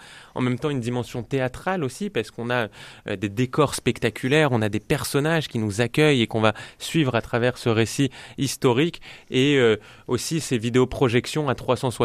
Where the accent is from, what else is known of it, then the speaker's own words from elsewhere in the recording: Paris, Île-de-France, France; moi je suis parisien, personne n'est parfait